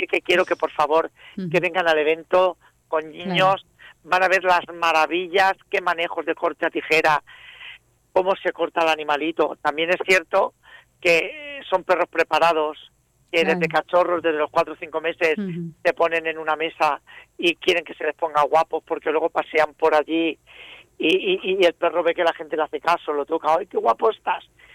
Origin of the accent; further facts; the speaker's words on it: Alicante, Valencian Community, Spain; moved away as an adult; now in Molina de Segura, Spain; yo no soy de Molina, yo soy de Alicante. Yo vine a trabajar a Murcia hace muchos años